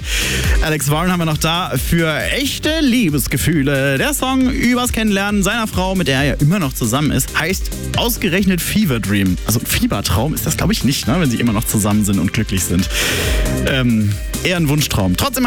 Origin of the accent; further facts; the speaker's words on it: Bavaria, Germany